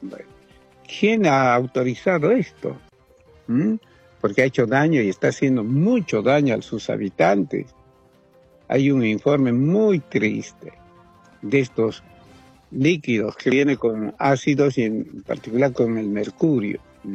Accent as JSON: {"language": "Spanish", "country": "Bolivia"}